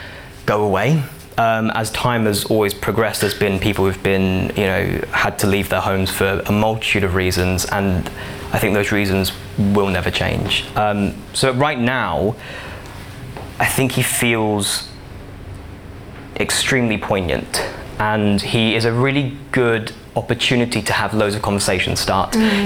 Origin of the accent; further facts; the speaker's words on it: Ilford, London, United Kingdom; Like, I'm from Ilford, so there's loads. It's a very strong South Asian base there.